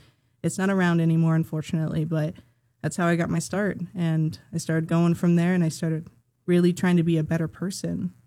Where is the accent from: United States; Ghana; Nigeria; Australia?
United States; Santa Rosa, California; now in Sacramento, United States; Actually, I am born and raised from Sonoma County. I I grew up in Santa Rosa predominantly. And so coming out here to Sacramento